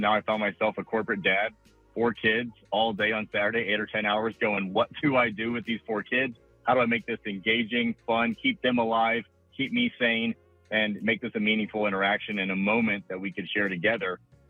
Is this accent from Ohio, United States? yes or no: yes; Bryan, Ohio, United States; moved away as an adult; now in Charlotte, United States; So I grew up in Ohio, home of the Etch-A-Sketch and the Dum Dum Sucker, a small town in Ohio called Bryan.